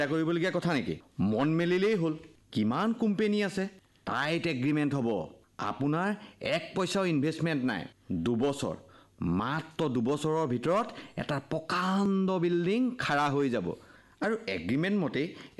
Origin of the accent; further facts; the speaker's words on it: Gaurisagar, Assam, India; মোৰ ঘৰ গৌৰীসাগৰত। অৱশ্যে ইয়াতেই ষ্টেল এতিয়া